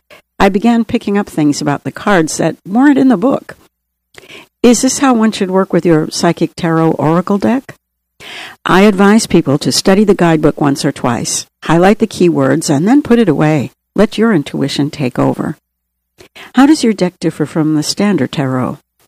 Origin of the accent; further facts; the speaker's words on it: Boston, Massachusetts, United States; I was raised in Boston in an Irish Catholic Italian family, and I recognized I was very intuitive.